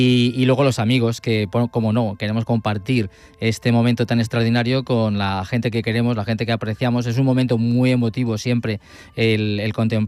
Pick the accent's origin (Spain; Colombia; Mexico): Spain; Turmiel, Castilla-La Mancha; born there; moved away; estoy esperando el mío, el de mi pueblo.